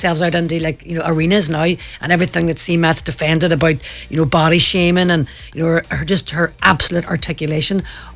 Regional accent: Ireland; I think we actually have a very, you know, in-depth truth within us as Irish people to tell the story of actually what happened to our country and colonization and imperialism.

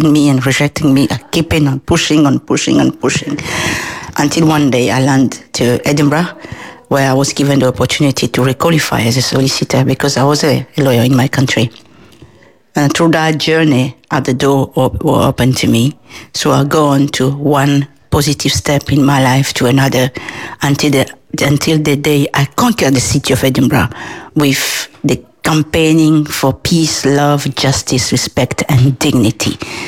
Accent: DR Congo; English is a second language; It was difficult for people around me to believe that I was an educated woman because I came from Africa, particularly the Democratic Republic of Congo, which is a country that's been destroyed by war until now.

